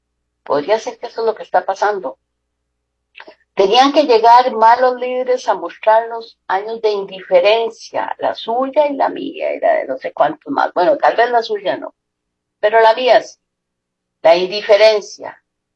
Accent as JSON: {"language": "Spanish", "country": "Costa Rica", "said": "somos costarricenses, no podemos quitarnos ese ADN"}